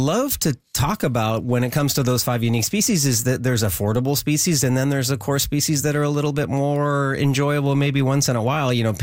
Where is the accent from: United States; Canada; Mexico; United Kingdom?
Canada; Vancouver Island, British Columbia; also born or lived in Okanagan; I was born in the Okanagan, raised on Vancouver Island, fishing with my father. My mom and dad moved up to the Okanagan, and we were orchardists, I guess. They were experimenting as hippies back in the early 70s, and then we moved back to the coast and just grew up fishing.